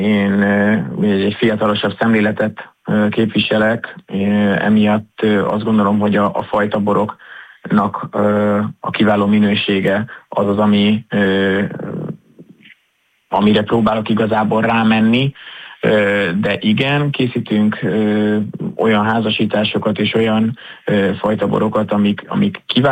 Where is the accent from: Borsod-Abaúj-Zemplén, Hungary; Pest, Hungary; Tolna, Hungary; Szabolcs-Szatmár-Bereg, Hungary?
Tolna, Hungary; Szekszárd; Mindannyian szekszárdiak vagyunk.